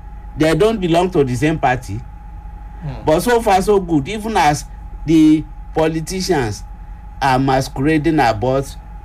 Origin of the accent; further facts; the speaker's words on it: Nigeria; As a Nigerian